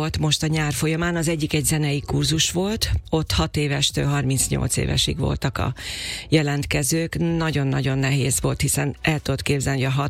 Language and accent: Hungarian; Makó, Csongrád-Csanád, Hungary; born there; azt követte egy nagy koncertem szülővárosomban, Makón, ahol az első zongoratanítónőm emlékére rendeztem egy nagyszabású koncertet.